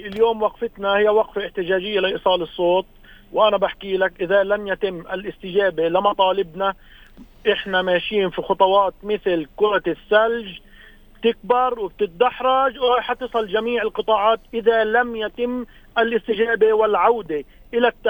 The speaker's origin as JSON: {"language": "Arabic", "country": "Palestine"}